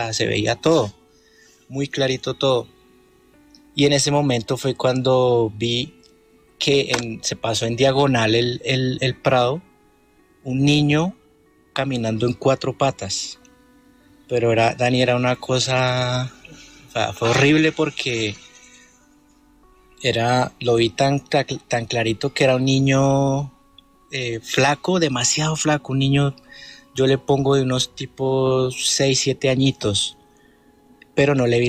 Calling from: Tabio, Cundinamarca, Colombia; Yo soy de Tabio.

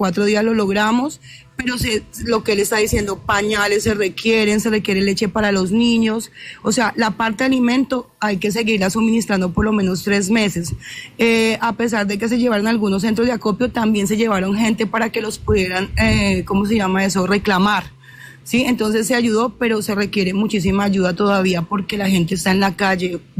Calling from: Girardot, Cundinamarca, Colombia; Desde la ciudad de Girardot.

